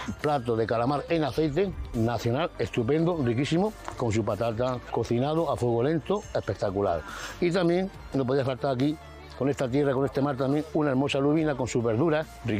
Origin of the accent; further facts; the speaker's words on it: Jaén, Andalusia, Spain; now in Palomares, Spain; mi tierra de Jaén